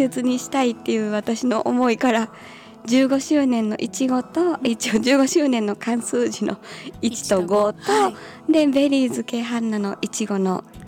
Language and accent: Japanese; Seika, Kyoto, Japan; moved away; 私の地元の京都府の聖歌町